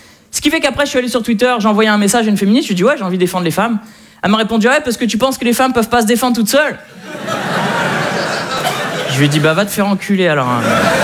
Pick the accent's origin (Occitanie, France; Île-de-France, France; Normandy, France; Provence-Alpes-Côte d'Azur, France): Normandy, France; Le Havre; Je suis originaire du Havre. Voilà, ça met toujours une bonne ambiance quand je le dis.